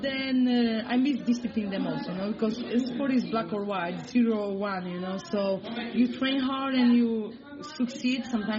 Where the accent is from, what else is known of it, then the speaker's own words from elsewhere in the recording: Austin, Texas, United States; I'm from Austin. They just opened the first pickleball court.